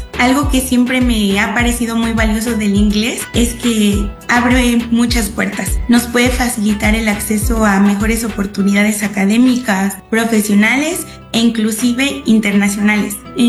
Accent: Ciudad Sahagún, Hidalgo, Mexico; Bueno, soy originaria de Ciudad Sahagún, Hidalgo

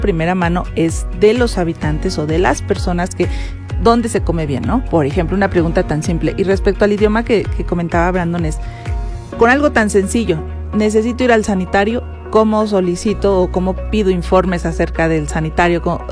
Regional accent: Mexico; al menos como mexicanos, creo yo, cuando estamos en un país extranjero, lo que más extrañamos siempre va a ser el sabor picoso

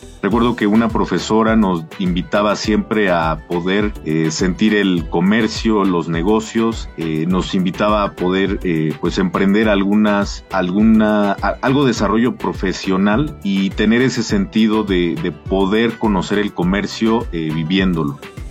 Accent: Ciudad Sahagún, Hidalgo, Mexico; Sí, soy originario de Ciudad Sahagún, Hidalgo

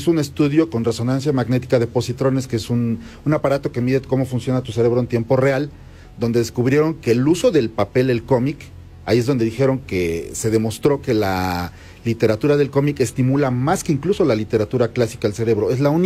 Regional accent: Mexico; somos los únicos mexicanos que han sido invitados a ese festival

